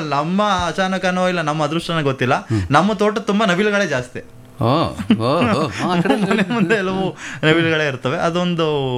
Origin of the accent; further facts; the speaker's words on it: K. M. Doddi, Karnataka, India; now in Bengaluru, India; ಅಲ್ಲಿ ನನ್ನ ಊರು, ನಮ್ಮ ತಂದೆ ಅವ್ರ ಊರು, ನಮ್ಮ ತಂದೆ ಹುಟ್ಟು ಬೆಳೆದಂತಹ ಊರು, ಅದು ನಮ್ಮ ಅಲ್ಲಿ ತವರು ಮನೆ ತರ, ಅದರಿಂದಾಗಿ ಹಳ್ಳಿ ನೇಚರ್.